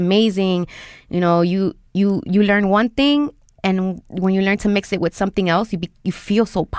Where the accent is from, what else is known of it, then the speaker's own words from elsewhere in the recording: Chicago, Illinois, United States; I grew up in Humble Park. Back in the day, it was a rough area in Chicago.